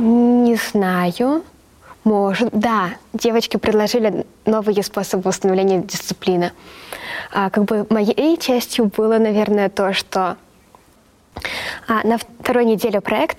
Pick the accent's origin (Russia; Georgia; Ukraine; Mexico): Mexico; Russian is a second language; был момент в том, что мы такие девушки из Мексики очень много ныли.